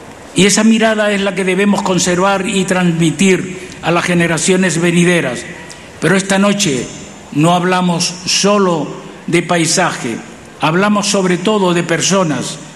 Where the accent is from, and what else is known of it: Canary Islands, Spain